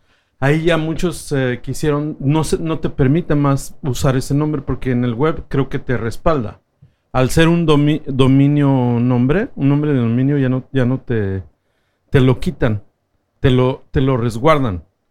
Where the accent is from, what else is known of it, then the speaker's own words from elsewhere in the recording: Mexico; en México, yo vengo de México y en México están una campaña en contra de toda la inteligencia artificial